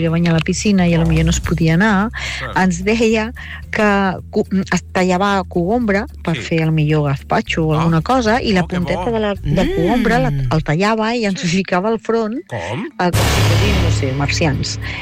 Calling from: Massanes, Catalonia, Spain; Hola, RAC 105. Bona tarda. … de Massanas.

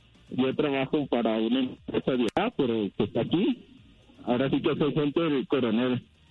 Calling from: Guadalajara, Jalisco, Mexico; Yo estoy en la ciudad de Guadalajara, Jalisco.

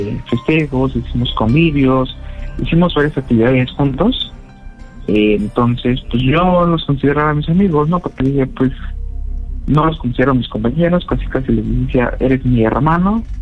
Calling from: Puebla, Mexico; soy del estado de aquí de Puebla y prácticamente tengo lo que son 28 años de edad, recién cumplidos.

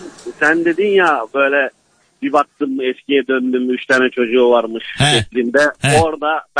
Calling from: Sakarya, Turkey; Şu an normalde Sakaryalıyım da İstanbul'a doğru yolda gidiyorum.

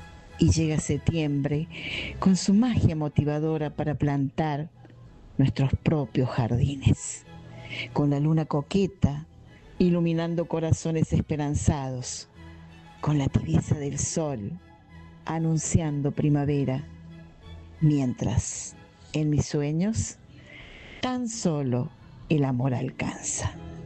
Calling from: Villa Dolores, Córdoba, Argentina; de Villa Dolores.

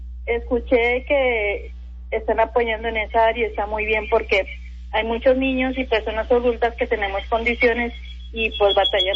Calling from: Mexico; yo soy de la Indepe Huepaje.

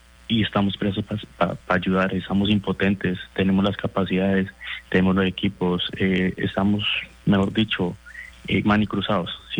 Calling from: Ibagué, Tolima, Colombia; De Ibagué, sí, señora.

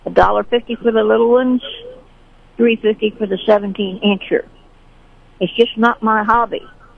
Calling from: Sedalia, Missouri, United States

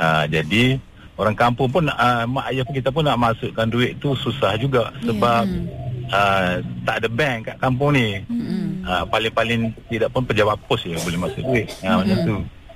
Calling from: Kota Bharu, Kelantan, Malaysia; saya daripada Kota Baru ni. Dulu saya belajar di negeri lain lah, jauh.

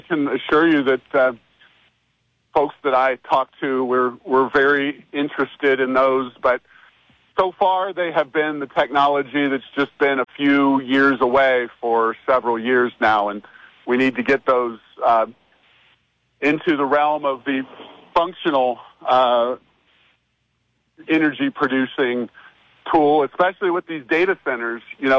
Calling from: Roswell, New Mexico, United States; I am calling you from Roswell, New Mexico.

